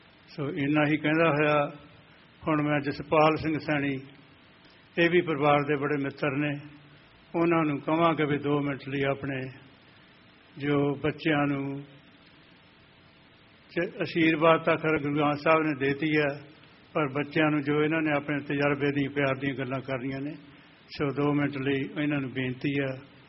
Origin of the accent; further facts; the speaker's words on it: Punjab, India; ਵੈਸੇ ਤਾਂ ਜਿੰਨੇ ਵੀ ਅਸੀਂ ਪੰਜਾਬੀ ਹਾਂ ਸਾਰਿਆਂ ਨੇ ਮਿਹਨਤ ਕੀਤੀ ਆ